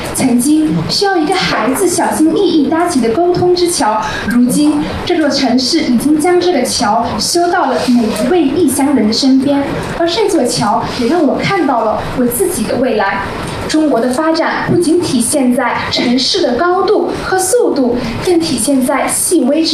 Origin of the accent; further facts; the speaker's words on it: Guinea; now in Guangzhou, China; 我来自非洲几内亚，是一名在广州成长学习的口腔医学生。